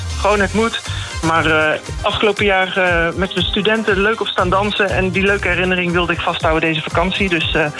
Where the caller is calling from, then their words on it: Tilburg, North Brabant, Netherlands; Ik kom uit Tilburg.